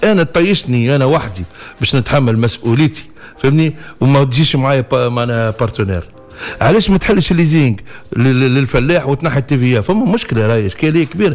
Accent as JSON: {"language": "Arabic", "country": "Tunisia", "said": "عندنا في تونس"}